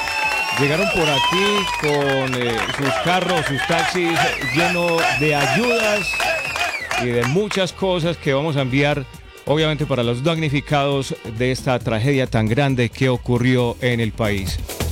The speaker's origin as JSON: {"language": "Spanish", "country": "Colombia"}